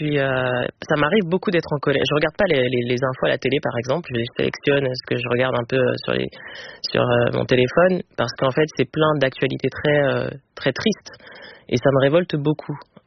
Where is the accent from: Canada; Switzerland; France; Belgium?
France; Villiers-le-Bel, Île-de-France; Je suis née à Clamart, mais j'ai grandi à Villers-le-Bel. Puis après, oui, pas mal de déménagement un peu partout en Île-de-France avec un point de chute dans 77.